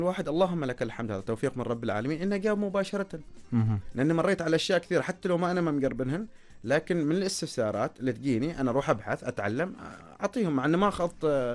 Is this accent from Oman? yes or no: yes; Oman; عندنا في عمان